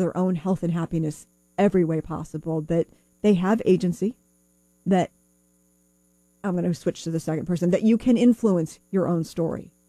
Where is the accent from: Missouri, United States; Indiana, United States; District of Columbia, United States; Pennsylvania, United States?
Indiana, United States; Bloomington; My very first smoky one in my hometown of Bloomington